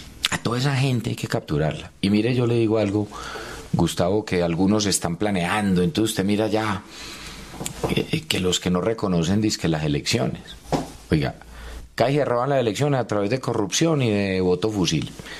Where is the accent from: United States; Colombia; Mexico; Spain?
Colombia; Pero tenemos las herramientas para salir adelante como colombianos.